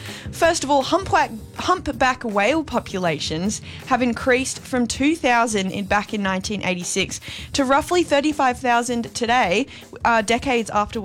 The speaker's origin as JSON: {"language": "English", "country": "Australia", "said": "we're Australian"}